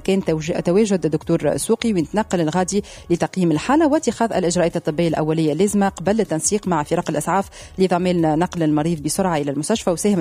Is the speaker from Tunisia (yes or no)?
yes; Tunisia; عندنا في تونس